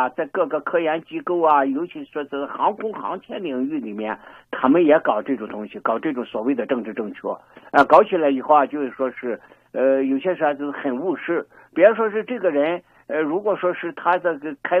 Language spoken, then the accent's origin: Chinese; China; 我们中国人